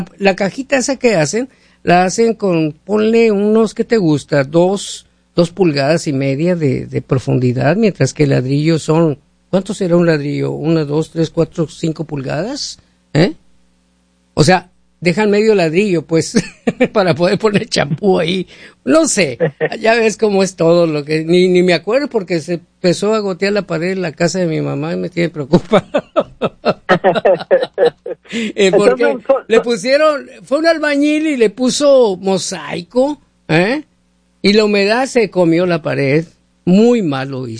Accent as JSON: {"language": "Spanish", "country": "Mexico", "said": "Nosotros que somos de México"}